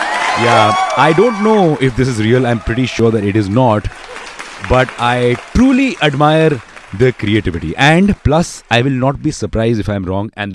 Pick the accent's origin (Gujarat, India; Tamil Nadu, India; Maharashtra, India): Gujarat, India; I'm from Gujarat